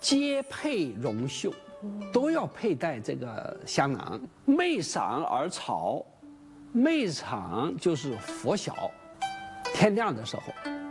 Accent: China; 这是我们中国人的一种智慧

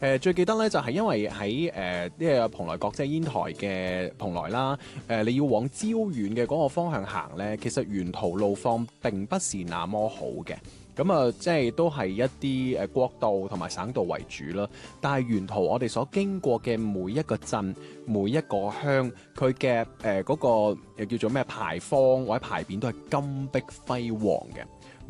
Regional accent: Guangdong, China; 我們廣東人

